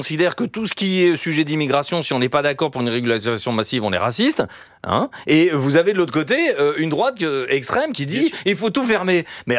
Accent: France; Et cette honte-là, moi, en tant que Français, en tant que patron, elle me fait honte.

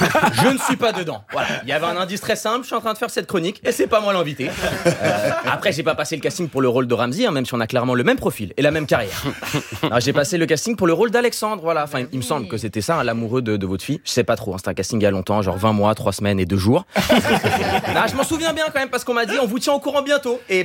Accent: Switzerland; Mais je suis suisse, non, ma mère est brésilienne, et du coup c'est un prénom, c'est plus du côté brésilien.

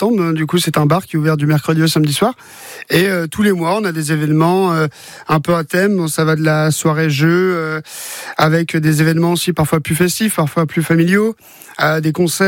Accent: Bayonne, Nouvelle-Aquitaine, France; now in Mayenne, France; Alors moi, à la base, j'ai grandi à Bayonne, dans le sud-ouest. Je suis arrivé en Mayenne de par ma compagne.

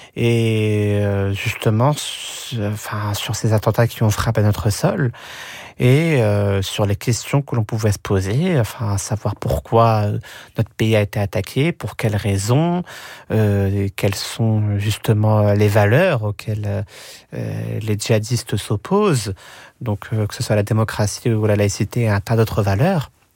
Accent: Algeria; Le second pays, qui est mon pays d'origine, l'Algérie.

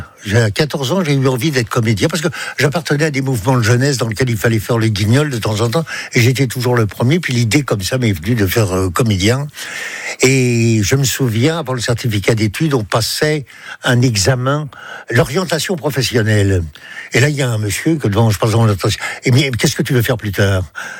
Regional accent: Paris, Île-de-France, France; Je suis né à Paris dans le 14e, j'ai passé mon enfance dans le 11e arrondissement.

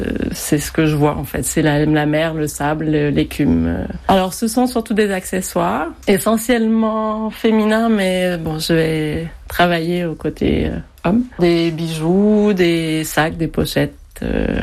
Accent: Montreal, Quebec, Canada; moved away as an adult; now in Corsica, France; J'ai vécu toute mon enfance à Montréal et j'ai eu envie de découvrir autre chose, de partir à l'aventure. Donc en France, et la vie m'a amenée en Corse. Et donc maintenant ça fait 13 ans.

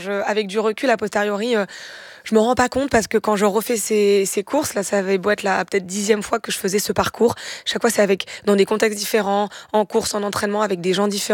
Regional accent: Normandy, France; je viens aussi de Normandie, d'un pays plat, et j'ai découvert la montagne à l'âge de 26 ans.

